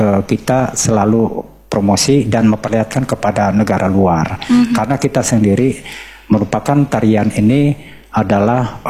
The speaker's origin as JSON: {"language": "Indonesian", "region": "North Kalimantan", "country": "Indonesia", "said": "itu merupakan salah satu tradisi budaya kami orang Tidung."}